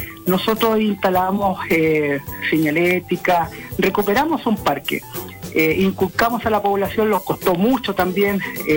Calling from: Osorno, Los Lagos, Chile; Del sector Vista Hermosa, Rahue Alto, Osorno.

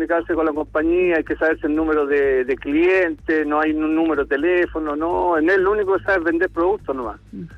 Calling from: Santiago, Santiago Metropolitan Region, Chile

